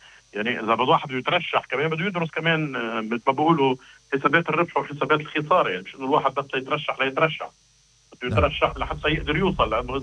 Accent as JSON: {"language": "Arabic", "region": "South Lebanon", "country": "Lebanon", "said": "أنا من منطقة الزهراني، منطقة الزهراني"}